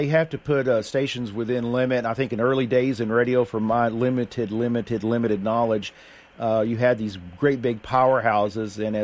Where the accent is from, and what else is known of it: Tennessee, United States; born there; moved away